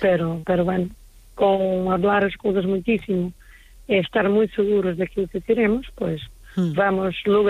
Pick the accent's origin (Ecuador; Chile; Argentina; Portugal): Portugal; Spanish is a second language; now in Spain; Pues me tocó vivir a Galicia, porque soy portugués.